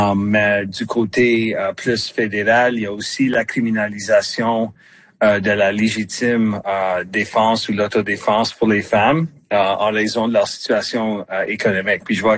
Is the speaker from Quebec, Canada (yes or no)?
no; Ontario, Canada; moi je viens de l'Ontario